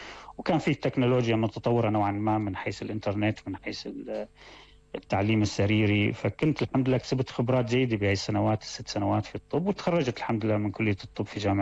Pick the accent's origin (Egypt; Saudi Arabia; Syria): Syria; moved away as an adult; أنا جاي من سوريا لحتى أدرس طب.